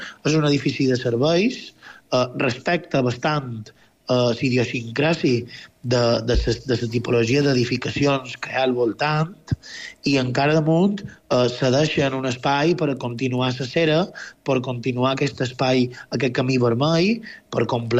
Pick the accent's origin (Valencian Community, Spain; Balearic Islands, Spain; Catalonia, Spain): Balearic Islands, Spain; Marratxí; pels que som de Marratxí, allò és nostre